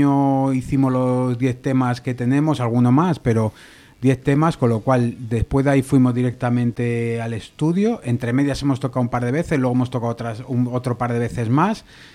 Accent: Madrid, Community of Madrid, Spain; now in Daganzo, Spain; yo, aunque llevo 20 y tantos años en Daganzo, soy de Barrio del Pilar.

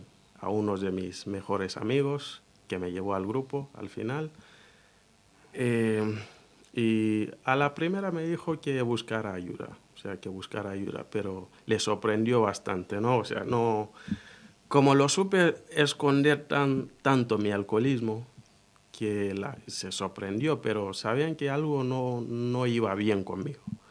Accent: Guinea; O sea, yo en mi país consumí alcohol y la marihuana.

